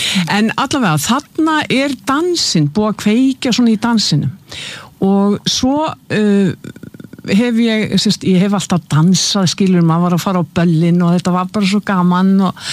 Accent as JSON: {"language": "Icelandic", "town": "Keflavík", "region": "Southern Peninsula", "country": "Iceland", "tie": "born or raised there", "said": "ég fætt og uppalinn í Keflavík í Bíklabænum og það var ofboðslega mikið tónlist"}